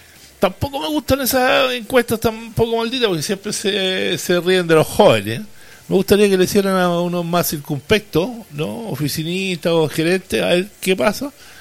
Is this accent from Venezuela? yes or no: no; Chile; Bueno, por algo se divide después y ahí empieza nuestra desgracia como chilenos.